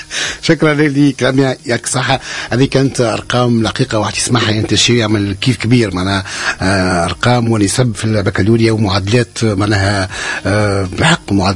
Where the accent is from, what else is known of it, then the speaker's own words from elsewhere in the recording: Tunisia; بلادنا تونس في أمس الحاجة لهم